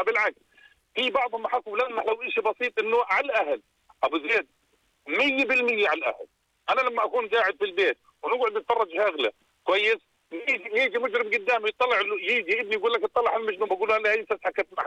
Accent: Aqaba, Aqaba Governorate, Jordan; هاي حاجة صارت عندنا في العقبة.

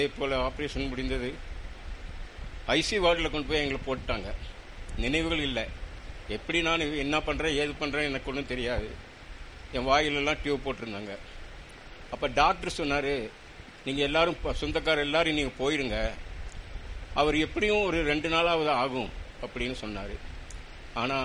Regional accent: Coonoor, Tamil Nadu, India; moved away as an adult; now in Coimbatore, India; குன்னூர் பகுதியில் தான் நாங்கள் பிறந்து வளர்ந்தது எல்லாம் குன்னூர் தான். எஸ்ஆர்கா மூலியம் தான் நாங்கள் ஜெபிச்சு ரட்சிக்கப்பட்டோம். நான் ரட்சிக்கப்பட்டு 8 வருஷம் தான் ஆகுது.

